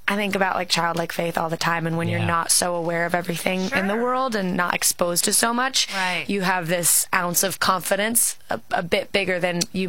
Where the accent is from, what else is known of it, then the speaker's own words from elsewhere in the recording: Texas, United States; My mom, I'm from Texas originally, and so